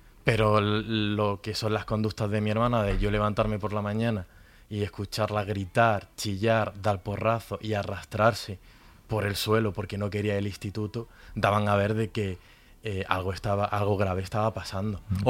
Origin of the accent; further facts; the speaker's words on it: Granada, Andalusia, Spain; Yo soy de Granada, ¿no?